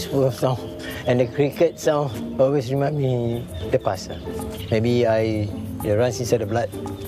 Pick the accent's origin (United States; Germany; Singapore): Singapore; Lazarus Island; Of course, there is our daily food, seafood. In kampung life, plenty of it.